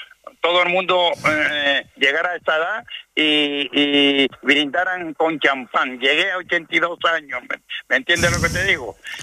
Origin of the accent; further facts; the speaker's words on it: Canary Islands, Spain; ya que estoy mayorcito, pues ha sido aquí en la cuesta y barrio La Candelaria, que es mi barrio donde yo nací, me crié malamente